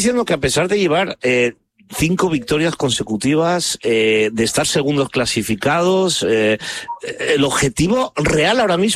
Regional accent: Gijón, Asturias, Spain; Yo soy de Gijón, soy del Sporting y yo te tengo que preguntar por mi paisano.

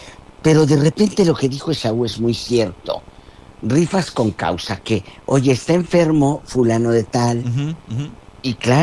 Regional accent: Matamoros, Tamaulipas, Mexico; moved away; allá en mi tierra, en Matamoros

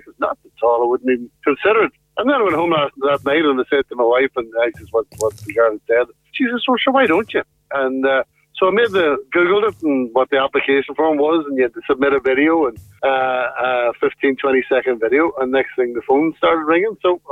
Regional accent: Antrim, Northern Ireland, United Kingdom; moved away as an adult; also born or lived in Castlebar; now in Claremorris, Ireland; Lived in Claremorris for 16 years and 5 years in Castlebar before that, but I'm originally from Antrim, so I moved down here with my wife Annette for work, etc., a long time ago

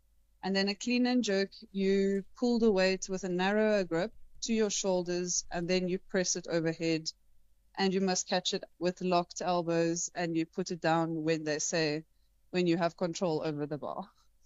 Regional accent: South Africa; I am a South African fashion designer

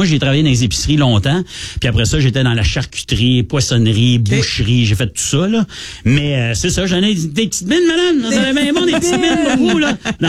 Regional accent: Plantagenet, Ontario, Canada; Maintenant, ça s'appelle la Binerie Plantagenet dans mon coin de pays.

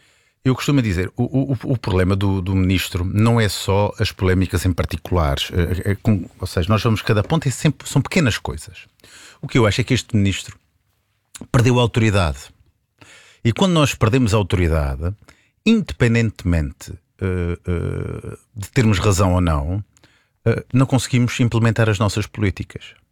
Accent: Azores, Portugal; Eu como açoriano, nós estamos muito ligados à questão da proteção civil. Nós nos Açores nunca adotamos bem um sistema Siresp.

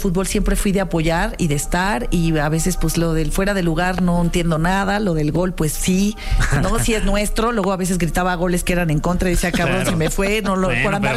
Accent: Mexico; y soy mexicana, cabrón.

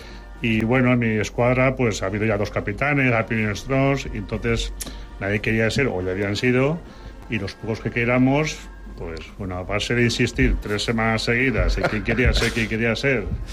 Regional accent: Valencia, Valencian Community, Spain; yo soy de Valencia, trabajo en Valencia y vivía en Valencia.

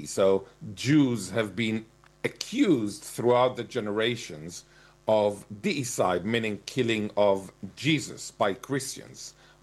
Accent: Cambridge, East of England, United Kingdom; although I'm from Cambridge originally

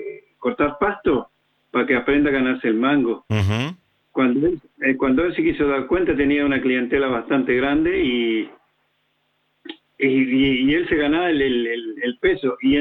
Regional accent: Chile; also born or lived in San Martín, Mendoza, Argentina; yo soy nacido en San Martín, Mendoza, pero me criaron en Chile, no sé si te acordás.

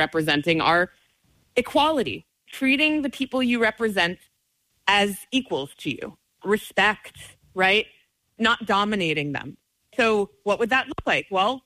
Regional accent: United States; I grew up in the United States. I know examples from the United States.

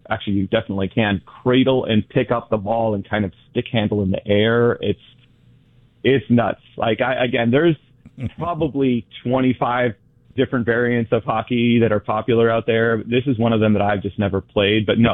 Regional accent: Bay Area, California, United States; now in San Diego, United States; I'm from the Bay Area originally, so I'm a Giants fan.

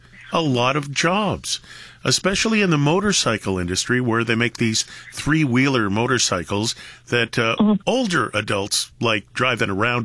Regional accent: Toronto, Ontario, Canada; moved away; but it is my hometown

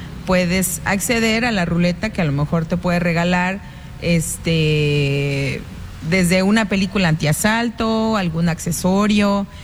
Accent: Mexico; a festejar a México, que somos orgullosamente mexicanos aquí.

